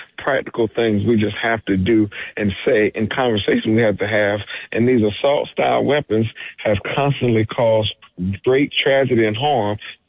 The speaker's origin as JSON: {"language": "English", "region": "South Carolina", "country": "United States", "said": "In many states, like my home state of South Carolina and across the country, they pass restrictions"}